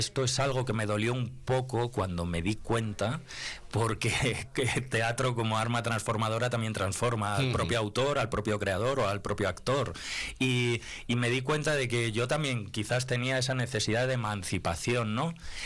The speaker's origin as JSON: {"language": "Spanish", "town": "Palencia", "region": "Castile and León", "country": "Spain", "moved": "yes", "said": "yo soy de aquí, soy muy palentino, me encanta venir siempre que puedo, cada vez que puedo escaparme, ojalá pudiera más, llevo Palencia en la boca a todos los sitios donde voy"}